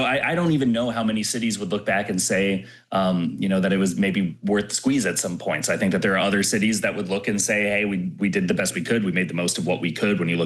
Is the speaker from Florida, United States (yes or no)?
no; Minnesota, United States